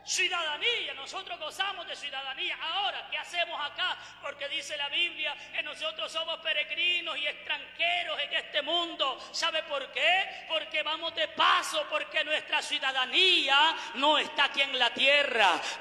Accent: Jucuapa, Usulután, El Salvador; yo soy de Jucuapa.

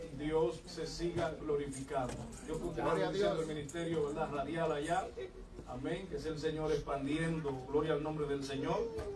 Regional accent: Dominican Republic; moved away; yo soy dominicano. Acá tengo como 32 años.

